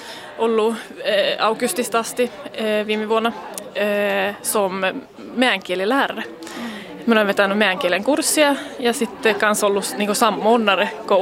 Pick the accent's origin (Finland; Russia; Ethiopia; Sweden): Sweden; Matarengi, Norrbotten County; moved away as an adult; miehän olen Mataringista, Övertorneosta kotoisin ja ollut vähän muualla monta vuotta, mutta nyt sitten pari vuotta taaksepäin, niin minä muutin taas takaisin Mataringiin.